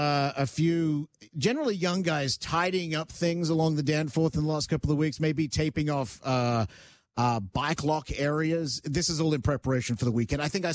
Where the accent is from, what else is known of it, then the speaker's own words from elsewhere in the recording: Australia; I grew up in Australia in a very Greek city, so I know this is just part of the culture